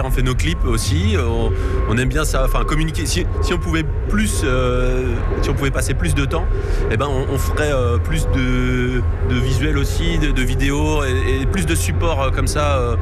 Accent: Brittany, France; on vient de Bretagne.

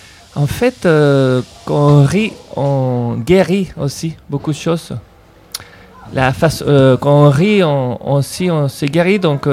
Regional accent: Chile; moved away as an adult; now in France; moi, je viens de Chili. Oui, il y a quelques années, on a débarqué ici en France.

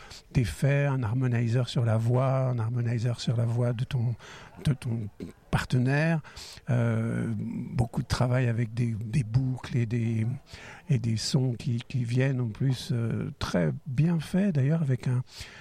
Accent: Paris, Île-de-France, France; born there; je suis né à Ménilmontant.

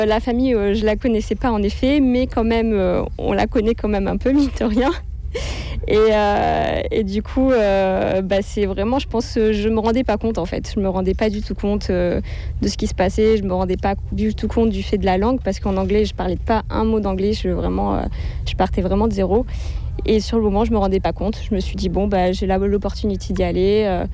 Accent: Montpellier, Occitanie, France; moved away as an adult; Donc je suis de Montpellier à la base, mais c'est vrai que je me voyais pas rester à Montpellier.

